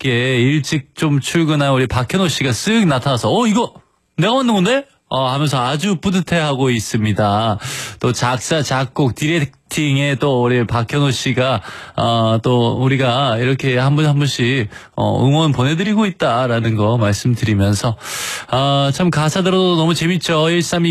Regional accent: Daegu, South Korea; 내 고향 대구 가서 막창 먹고 싶어지네요.

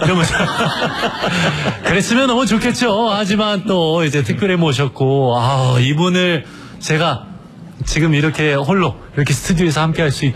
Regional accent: Singapore; 제가 싱가포르에서 자랐지만 거기에 봉봉이라는 한국 노래방이 하나가 있었어요.

